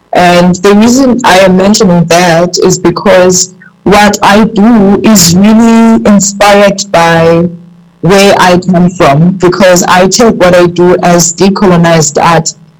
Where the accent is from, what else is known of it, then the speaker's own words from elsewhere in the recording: Gqeberha, Eastern Cape, South Africa; a multi-dimensional young woman from Eastern Cape in Gqeberha. Well, born and bred in Gqeberha. Obviously, my parents are coming from different places or outskirts because they're both different tribes. My mom is the Mambondo, so obviously I'm the Bondo tribe